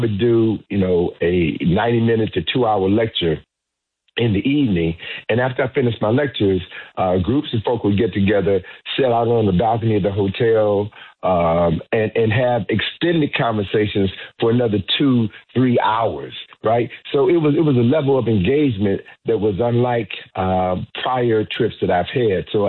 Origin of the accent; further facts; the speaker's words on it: Chicago, Illinois, United States; The first brother you had on at the top of the show was from my hometown, Chicago